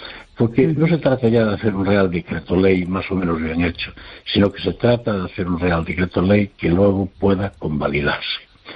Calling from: Madrid, Community of Madrid, Spain; de Madrid.

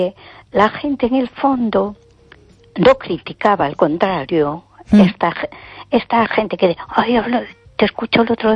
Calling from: A Coruña, Galicia, Spain; de Coruña.

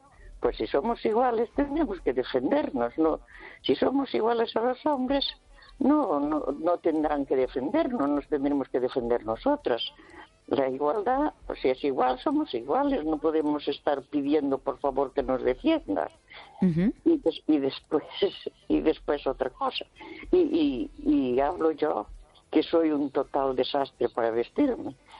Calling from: Santiago de Compostela, Galicia, Spain; de Santiago.

